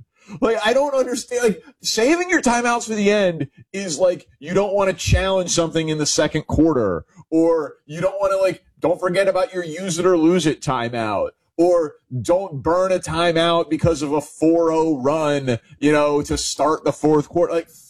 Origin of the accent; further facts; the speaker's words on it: Chicago, Illinois, United States; listen, I'm from Chicago. I'm not like a diehard Cleveland fan.